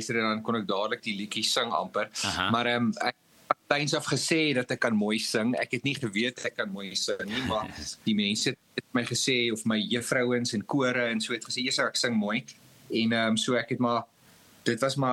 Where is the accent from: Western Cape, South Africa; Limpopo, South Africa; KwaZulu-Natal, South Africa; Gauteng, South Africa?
Western Cape, South Africa; George; moved away as an adult; ek het groot geword in George, in die Suid-Kaap. Ek het daar skool gegaan en ek was in Uitenikwa. En dis omtrent dit, ja, ek het maar my kinderjare daar spandeer.